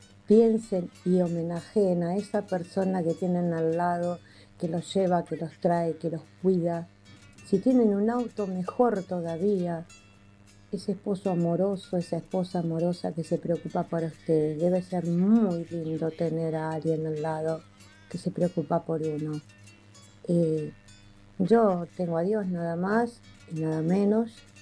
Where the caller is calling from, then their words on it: Santa Clara, Argentina; de Santa Clara.